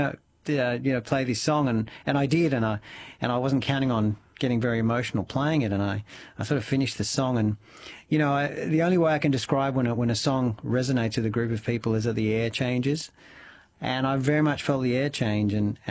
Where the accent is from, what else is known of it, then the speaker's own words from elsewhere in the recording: Melbourne, Victoria, Australia; so I did that in my hometown of Melbourne, and I went back to the corner where I did so many of those shows 20 years ago